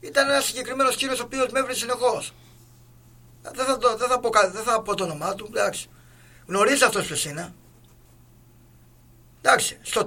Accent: Andravida, Western Greece, Greece; Εγώ, επειδή είμαι από την Αντραβίδα, από το δίπλα χωριό

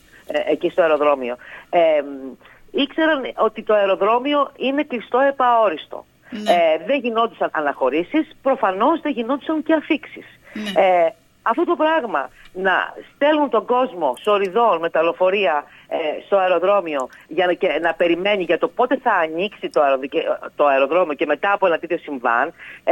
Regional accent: Greece; είμαι Ελληνίδα

